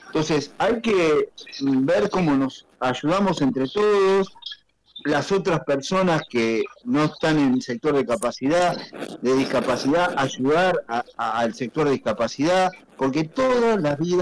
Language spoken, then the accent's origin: Spanish; Argentina